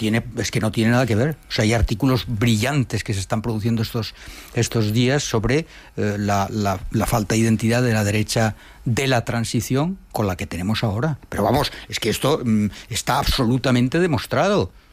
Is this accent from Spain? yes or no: yes; Chamberí, Community of Madrid, Spain; O sea, yo soy de Chamberí.